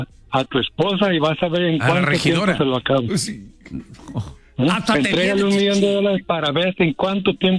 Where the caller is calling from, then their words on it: Las Vegas, Nevada, United States; ya no los escucho en Las Vegas, Nevada, ahora los sigo por internet.